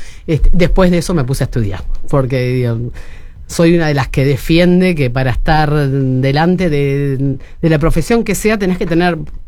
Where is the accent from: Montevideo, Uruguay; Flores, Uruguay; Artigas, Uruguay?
Montevideo, Uruguay; moved away as an adult; now in Punta del Este, Uruguay; nací en Montevideo, en un familión. Familión compuesto por un lado por una tanada mayúscula, uh-huh. Y por otro lado por una familia que justamente viene de la parte rural, ¿no? De allá de La Valleja, de José Pedro Varela.